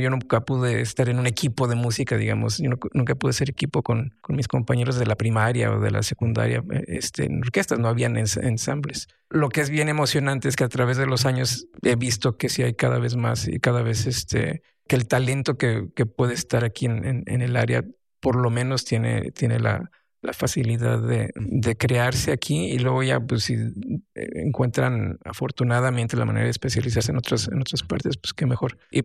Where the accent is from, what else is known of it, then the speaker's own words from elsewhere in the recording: Monterrey, Nuevo León, Mexico; Y pues bueno, estamos en Monterrey, crecimos en Monterrey.